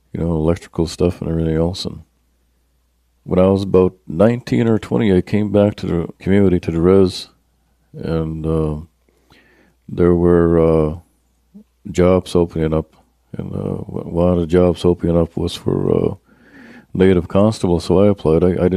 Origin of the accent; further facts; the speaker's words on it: Eel Ground, New Brunswick, Canada; also born or lived in United States; I'm half Irish and half Mi'kmaq. I was born in this area. Mother gave birth to me at the hospital in Chatham, which is located about 10 minutes from here. I've always lived here mostly in Eel Ground.